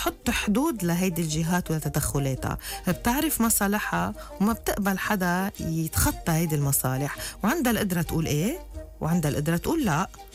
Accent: Lebanon; أنا كدولة لبنانية

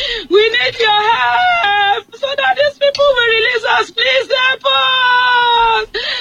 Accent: Ibadan, Oyo, Nigeria; I'm from Ibadan. I'm working at First Baptist Church of Gomosho, Yawata area.

